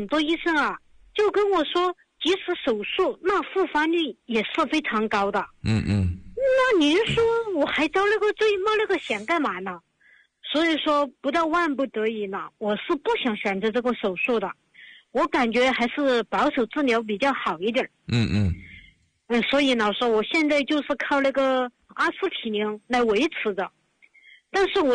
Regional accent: Sichuan, China; 不是，我是四川的。

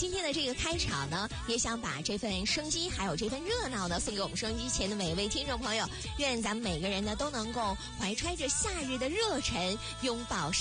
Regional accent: Yanbian, Jilin, China; 那咱们延边人心里面那肯定是别提多骄傲了

